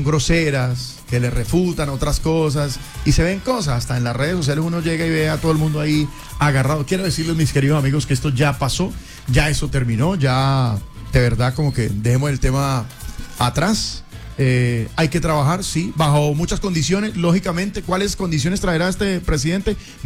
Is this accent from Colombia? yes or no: yes; Colombia; nosotros como colombianos, como habitantes de este país